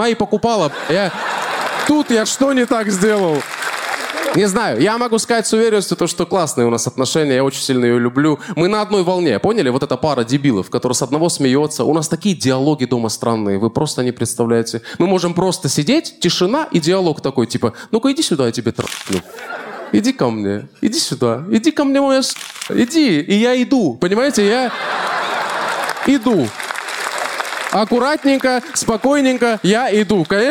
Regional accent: Armenia; вообще не такой в этом плане армянин. Я армянин с Алиэкспресса, мне кажется.

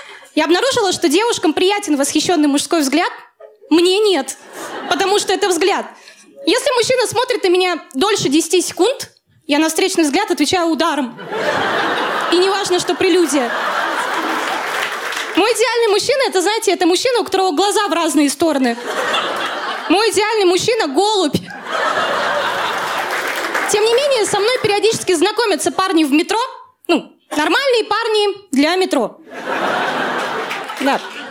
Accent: Saint Petersburg, Russia; now in Moscow, Russia; да, я переехала в Москву из Петербурга.

